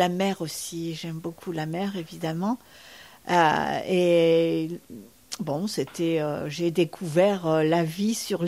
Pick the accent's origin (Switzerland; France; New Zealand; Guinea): France; Saint-Paul-de-Vence, Provence-Alpes-Côte d'Azur; also born or lived in Nice; now in Key West, United States; Et oui, et puis en plus, je suis du sud de la France. Je suis née à Nice et élevée à Saint-Paul-de-Vence. Donc, j'aimais le soleil et la mer.